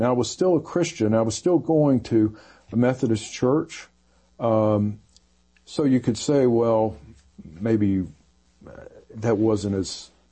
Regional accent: the South, United States; I grew up in the South.

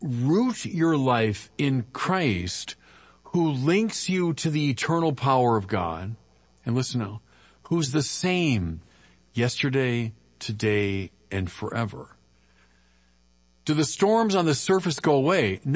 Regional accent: Chicago, Illinois, United States; I'm from Chicago

